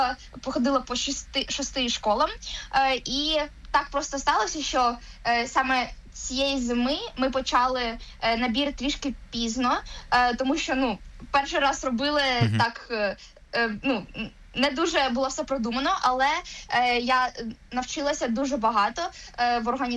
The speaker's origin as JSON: {"language": "Ukrainian", "town": "Enerhodar", "region": "Zaporizhzhia Oblast", "country": "Ukraine", "moved": "yes", "said": "Я сама не з Києва, я з Енергодару"}